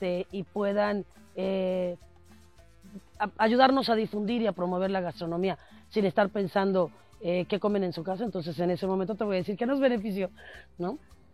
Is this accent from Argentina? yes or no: no; Mexico; y a veces como mexicano nosotros no lo valoramos.